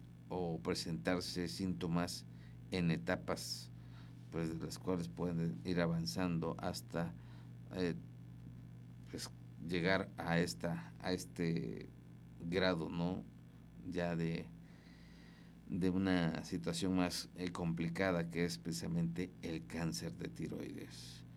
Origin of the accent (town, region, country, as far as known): Mexico